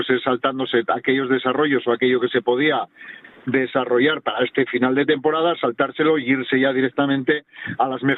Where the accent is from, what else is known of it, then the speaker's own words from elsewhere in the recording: Asturias, Spain; Claro, bueno, nosotros como asturianos, ¿qué vamos a decir, no?